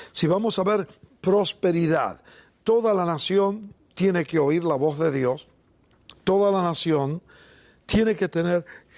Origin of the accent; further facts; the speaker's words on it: Argentina; born there; Como muchos de ustedes saben, nací en la República Argentina, un país que tenía un estudio religioso y una conducta religiosa un poco extraña cuando yo era niño.